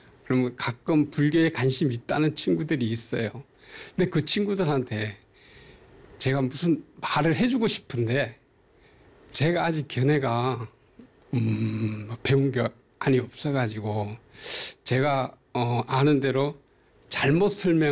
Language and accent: Korean; Gwangju, Gyeonggi Province, South Korea